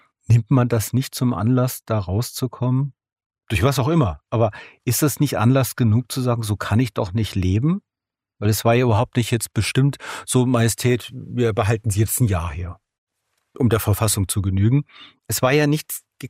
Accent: Rhineland, Germany; weil ich bin ja aus süddeutscher Sicht oder österreichischer Sicht ja auch ein Preis als Rheinländer.

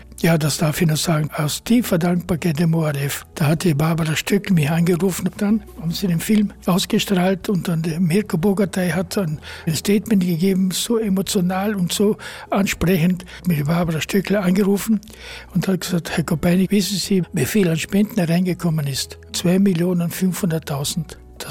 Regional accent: Austria; Er hat mich vorgestellt, ich bin aus Österreich.

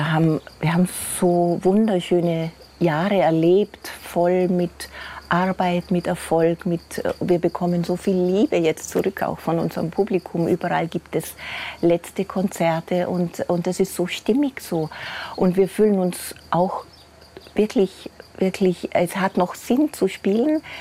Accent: Salzburg, Austria; born there; Weil unsere Wurzeln sind ja in Vorarlberg. Wir sind zwar alle in Salzburg geboren, aber die Eltern sind Vorarlberger.

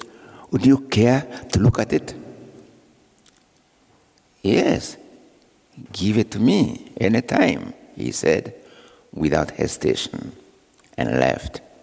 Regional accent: Kenya; You know, when we travel places as Kenyans, particularly as a Kenyan writer, when you meet your ambassador or their representative, it's like you are in touch. You feel a sense of touch, of home.

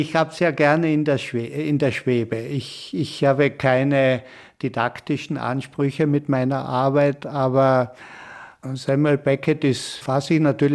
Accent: Kötschach-Mauthen, Carinthia, Austria; dass ich in Kötschaft-Mauthen in Kärnten, wo ich herkomme, der Erbe meiner Tante bin.

